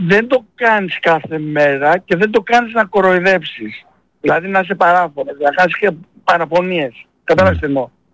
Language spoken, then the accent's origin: Greek; Greece; Και δεν το λέω επειδή είμαι Έλληνας, το λέω επειδή λέω την αλήθεια.